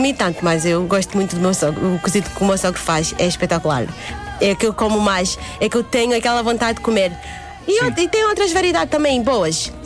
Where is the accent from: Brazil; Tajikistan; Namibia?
Namibia; Oshakati, Oshana; Depois de Vinduque mais populada, Vinduque depois vem o Chacate, de onde eu sou.